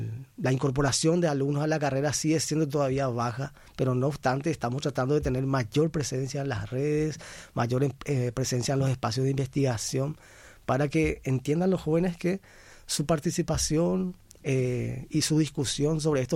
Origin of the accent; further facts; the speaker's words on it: Paraguay; nosotros particularmente como paraguayos, al ser mediterráneos